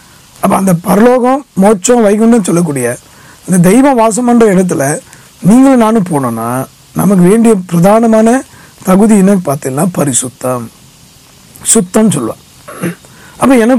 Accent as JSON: {"language": "Tamil", "town": "Chennai", "region": "Tamil Nadu", "country": "India", "tie": "born or raised there", "said": "நான் சென்னையில் பிறந்தவன்."}